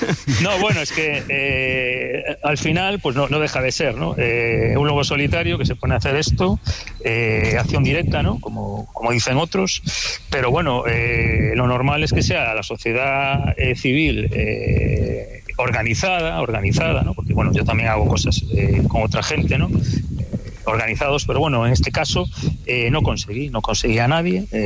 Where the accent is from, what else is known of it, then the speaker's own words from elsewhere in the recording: Galicia, Spain; Yo, los cursos fluviales en algunos ríos gallegos, sí. Bueno, en mi pueblo tenemos un par de ríos.